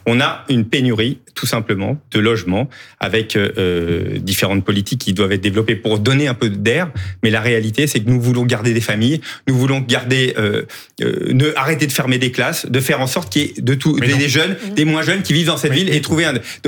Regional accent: Paris, Île-de-France, France; je suis parisien.

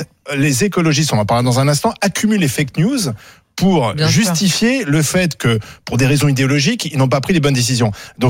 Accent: Paris, Île-de-France, France; Je parle en tant que Parisien

